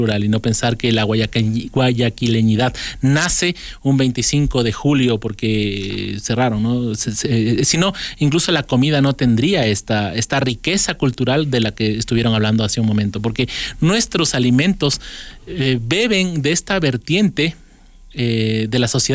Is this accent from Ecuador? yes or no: yes; Quito, Pichincha, Ecuador; de una familia que se asentó en Quito y que mis padres llegaron por la bonanza petrolera a estudiar acá a la universidad o por diferentes factores. Pero por supuesto que me siento quiteño